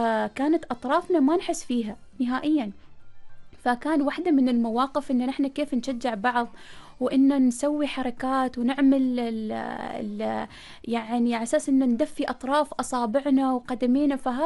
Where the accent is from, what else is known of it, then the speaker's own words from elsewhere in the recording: Oman; أنا كوني شابة عمانية